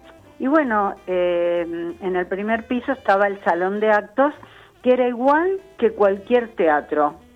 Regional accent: Lanús, Buenos Aires Province, Argentina; Pero yo me crié en Lanús.

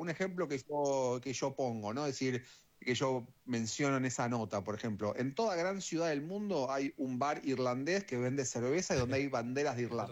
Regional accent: Argentina; cuando los argentinos viajamos

